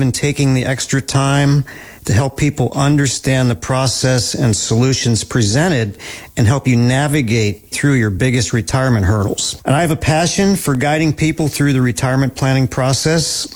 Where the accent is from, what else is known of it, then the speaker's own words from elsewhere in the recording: Harrisburg, Pennsylvania, United States; I was born and raised in the Harrisburg area, and I went to school and college locally.